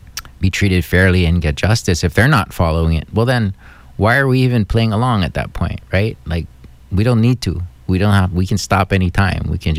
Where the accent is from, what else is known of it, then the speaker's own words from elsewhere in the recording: Hawaii, United States; At least I do, as a Hawaiian person.